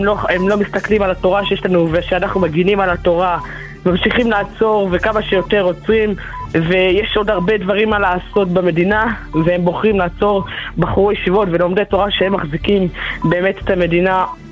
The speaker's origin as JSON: {"language": "Hebrew", "town": "Ashdod", "region": "Southern District", "country": "Israel"}